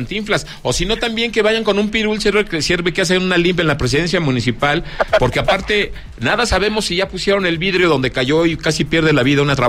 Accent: Zacatecas, Mexico; parte fundamental de mi tierra Zacatecas.

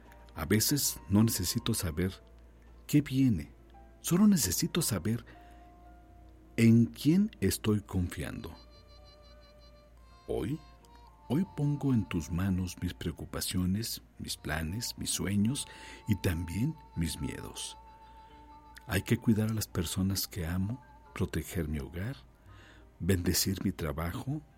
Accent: Mexico; el hecho de saber que somos mexicanos

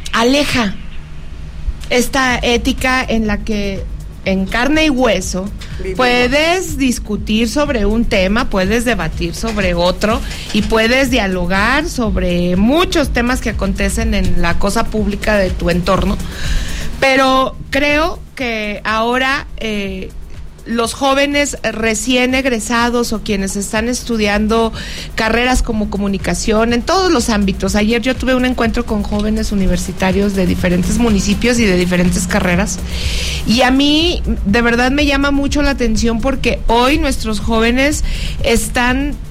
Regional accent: Mexico; Yo solamente ejercí un derecho que tengo como ciudadana mexicana

